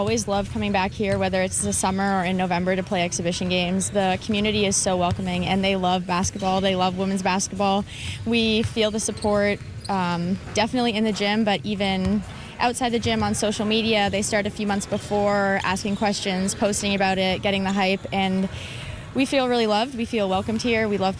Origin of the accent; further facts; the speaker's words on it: Toronto, Ontario, Canada; moved away; I grew up in Toronto